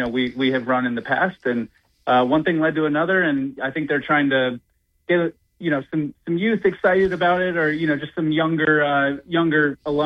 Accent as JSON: {"language": "English", "town": "Atlanta", "region": "Georgia", "country": "United States", "moved": "as an adult", "lives_now": "Augusta, United States", "said": "I'm actually originally from the Atlanta area. Yeah. However, we moved to Augusta about 15 years ago"}